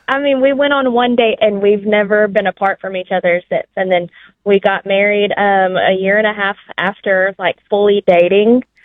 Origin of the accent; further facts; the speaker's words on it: Greenbrier, United States; born there; So we're both from Greenbrier, and we graduated together from Greenbrier.